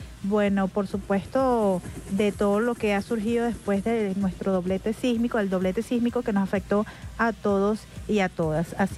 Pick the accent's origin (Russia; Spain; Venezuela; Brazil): Venezuela; la gente con más fe en el mundo somos los venezolanos y venezolanas.